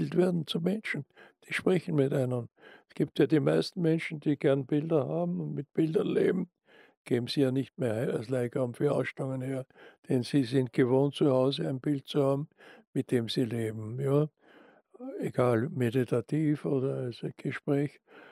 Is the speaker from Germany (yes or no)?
no; Austria